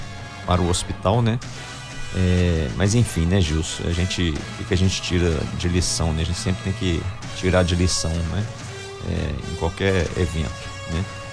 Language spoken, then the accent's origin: Portuguese; Brazil; Nós que somos brasileiros